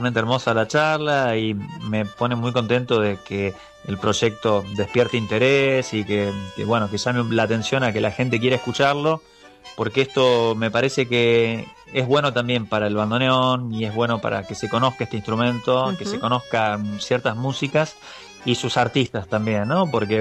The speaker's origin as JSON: {"language": "Spanish", "town": "Río Tercero", "region": "Córdoba", "country": "Argentina", "tie": "born there", "said": "en la ciudad donde yo nací, que es Río Tercero, en la provincia de Córdoba"}